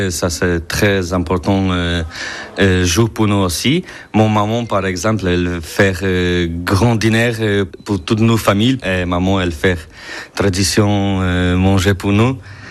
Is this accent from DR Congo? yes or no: no; Poland; French is a second language; moved away as an adult; now in Poitiers, France; je suis Polonais, j'arrive à Poitiers à dernière année, à juin.